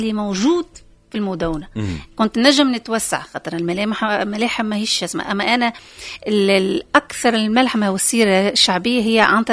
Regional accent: Tunisia; احنا في بلادنا تونس

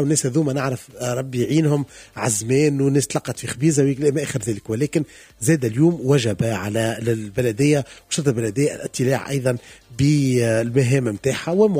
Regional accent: Sousse, Sousse Governorate, Tunisia; أنا أقول بأنه بلدي تونس سوسة اليوم عملت حاجة اللي هي الحقيقة اون بروميير في تونس

